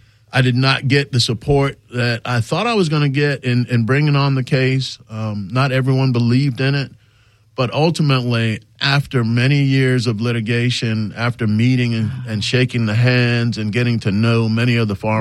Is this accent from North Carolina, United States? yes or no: no; Richmond Heights, Florida, United States; also born or lived in Panama; I'm originally from Panama in Central America, but when we moved here to America, we moved to Richmond Heights, a home that my mother still lives in today. And, you know, growing up in Richmond Heights